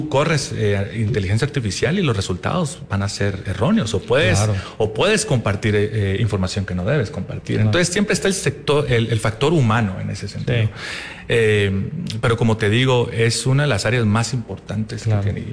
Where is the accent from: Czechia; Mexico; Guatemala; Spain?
Guatemala; now in United States; pues yo mantengo mi ciudadanía, soy ciudadano americano, pero mantengo mi ciudadanía americana, guatemalteca.